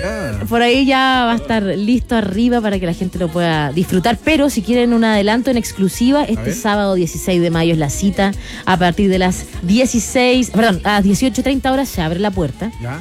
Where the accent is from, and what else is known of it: Coquimbo, Chile; born or raised there